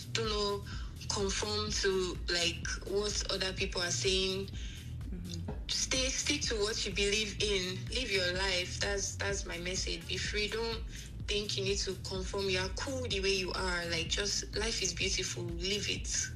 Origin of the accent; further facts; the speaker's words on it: Lagos, Nigeria; moved away; growing up in Nigeria, Lagos, is very much like you have to be there, like you cannot be sleeping, like you're active